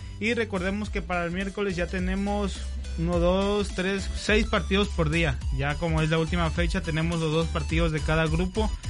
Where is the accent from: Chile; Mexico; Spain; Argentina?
Mexico